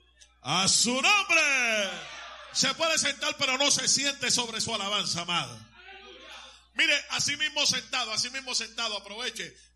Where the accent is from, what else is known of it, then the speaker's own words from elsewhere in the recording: Puerto Rico; born there; moved away; A los 14 años de edad me convertí en el árbitro de baloncesto en la liga profesional de mi país, más joven en toda mi isla llamada Puerto Rico.